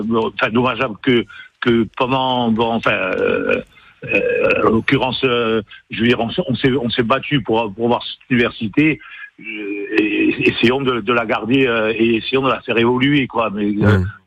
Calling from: Corsica, France; chez nous en Corse

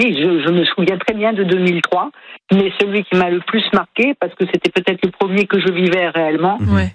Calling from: Bordeaux, Nouvelle-Aquitaine, France; j'habite à Bordeaux, j'habite en immeuble et je suis au 10e et dernier étage.

